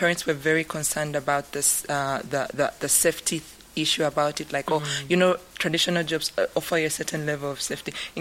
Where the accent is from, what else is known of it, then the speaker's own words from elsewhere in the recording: Uganda; you say you're from Uganda